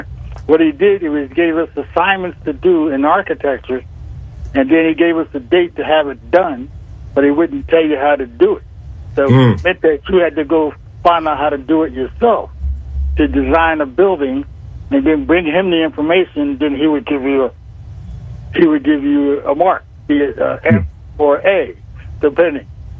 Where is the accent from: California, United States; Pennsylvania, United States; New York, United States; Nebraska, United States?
Pennsylvania, United States; Philadelphia; I was born in North Philadelphia. Let's start with that. I was born at 29th and Diamond, and you know, I lived in that whole area.